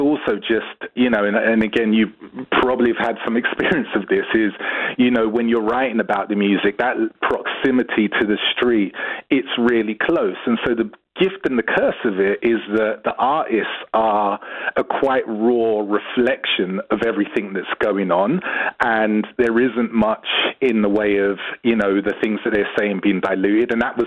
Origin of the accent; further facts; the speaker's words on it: London, United Kingdom; born there; I'm a London-born guy of Jamaican heritage.